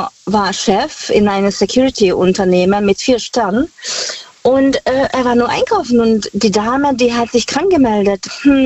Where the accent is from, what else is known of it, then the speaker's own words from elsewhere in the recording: Heidenheim an der Brenz, Baden-Württemberg, Germany; Aus Heidenheim an der Brenz.